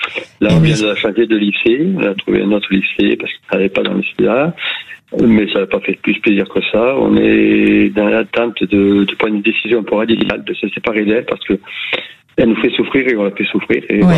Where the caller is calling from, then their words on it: Nouvelle-Aquitaine, France; De la région bordelaise.